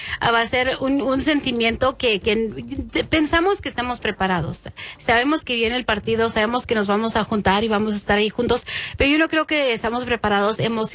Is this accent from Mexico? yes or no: yes; Mexico; Como mexicanos ya ganamos